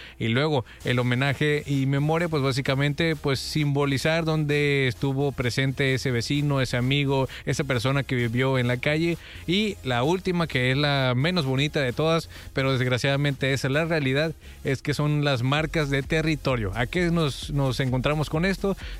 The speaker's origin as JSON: {"language": "Spanish", "country": "Mexico", "said": "así somos los mexicanos y tenemos mucha, mucha historia"}